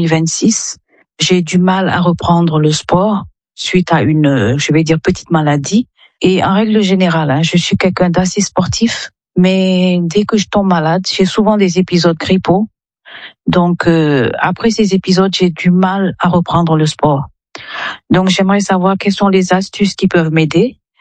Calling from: Dakar, Senegal; J'aurai bientôt 60 ans le mois prochain. J'habite à Dakar, au Sénégal.

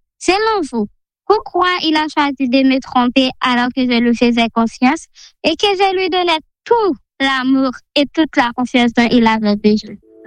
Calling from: Haiti; je suis une Haïtienne, je vis en Haïti, j'ai 20 ans.

